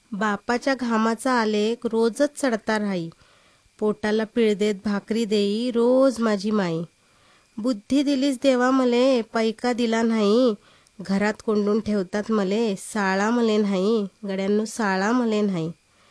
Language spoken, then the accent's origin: Marathi; Kankavli, Maharashtra, India; now in Mira Road, India; Mira road इथे असते. मूळ कोकण गाव, कणकवली बिडवाडी.